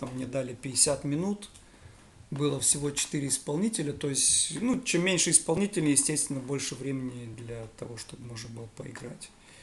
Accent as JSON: {"language": "Russian", "town": "Murino", "region": "Leningrad Oblast", "country": "Russia", "tie": "born or raised there", "said": "Ну, можно посчитать и город Мурино, потому что я же из Мурино, получается."}